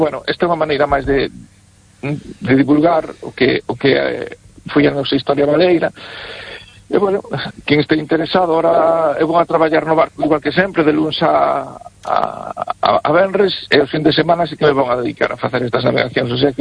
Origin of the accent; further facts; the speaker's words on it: Cee, Galicia, Spain; now in A Coruña, Spain; con que levo 23 anos pescando aquí na Coruña, teño outro no meu pobo, que é Cé.